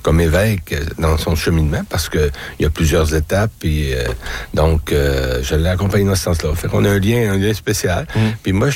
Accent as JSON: {"language": "French", "town": "Saint-Thomas-Didyme", "region": "Quebec", "country": "Canada", "tie": "born or raised there", "said": "J'étais ordonné dans mon village natal, Saint-Thomas-Didyme."}